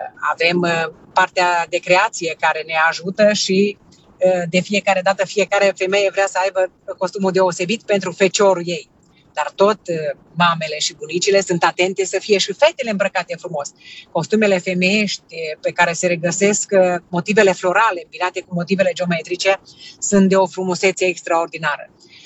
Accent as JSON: {"language": "Romanian", "country": "Romania", "said": "suntem români adevărați."}